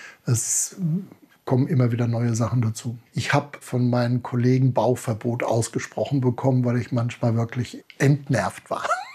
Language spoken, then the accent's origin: German; Rodgau, Hesse, Germany; Das war schon mein Kindheitstraum und ich habe auch im Rottgau, wo ich herkomme, schon in einer Scheune gewohnt.